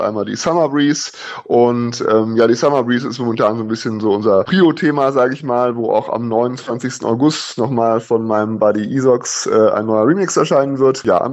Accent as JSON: {"language": "German", "region": "North Rhine-Westphalia", "country": "Germany", "tie": "born or raised there", "said": "auch in meiner Heimatregion OWL bin ich im September nochmal beim Bartel Beats Closing."}